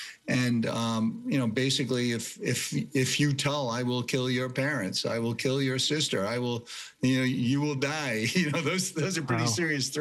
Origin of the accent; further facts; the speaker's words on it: Rye, United States; my hometown of Rye